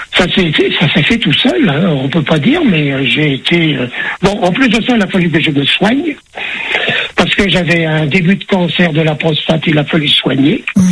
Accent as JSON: {"language": "French", "town": "Amiens", "region": "Hauts-de-France", "country": "France", "tie": "born there", "also_born_or_lived": "Villers-Bretonneux", "said": "En décembre 42, je suis 49, on a quitté Villers-Bretonneux, on est allé habiter à Amiens. Donc, j'ai fait toutes mes études à Amiens"}